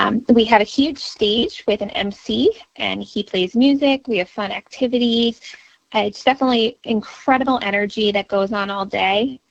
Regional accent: New York, United States; I'm from Long Island, and I'm a wife and a mom of three girls

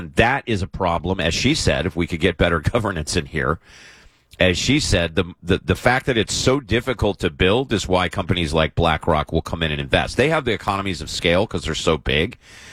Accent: Kentucky, United States; born there; also born or lived in Arizona; now in San Diego, United States; I grew up in Kentucky and Arizona. I split time between both states, so I spent plenty of time in Tornado Alley. I lived in Kentucky for about 20 years.

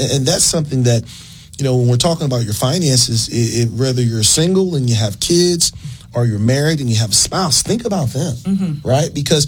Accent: St. Louis, Missouri, United States; I'm from St. Louis, lived in St. Louis my entire life.

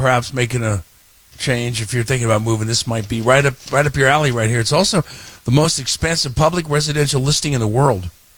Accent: West Coast, United States; I'm a West Coast guy

